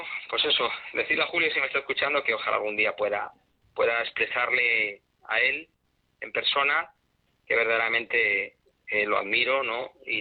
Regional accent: Castile, Spain; vea que soy un tipo castellano, soy un tipo serio

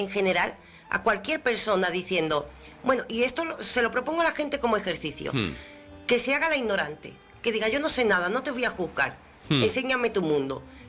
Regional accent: Andalusia, Spain; querernos un poco más a nosotros mismos como andaluces.

